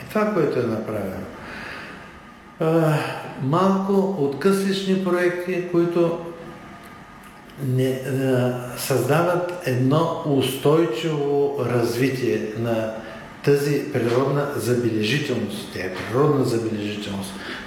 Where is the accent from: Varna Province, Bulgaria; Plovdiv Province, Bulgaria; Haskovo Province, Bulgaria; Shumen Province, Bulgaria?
Plovdiv Province, Bulgaria; Plovdiv; Питате ме като пловдивчанка, все едно, че не знаете отговора.